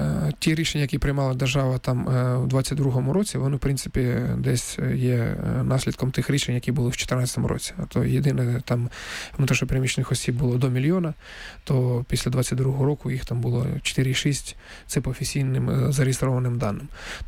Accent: Donetsk, Donetsk Oblast, Ukraine; moved away as an adult; я сам з Донецька

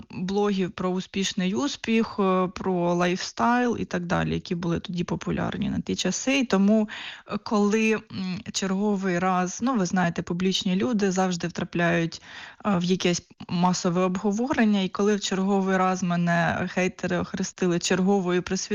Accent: Poltava, Poltava Oblast, Ukraine; особливо в тій частині України, де знаходжуся я з Полтави.

